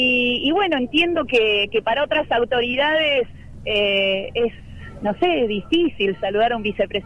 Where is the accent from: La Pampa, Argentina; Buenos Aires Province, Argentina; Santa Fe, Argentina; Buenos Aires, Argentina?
Santa Fe, Argentina; Rosario; soy casi rosarina, venía acá al Monumento a la Bandera desde que era chiquitita, íbamos en el ferry por el Paraná, así que siempre he vivido acá en Rosario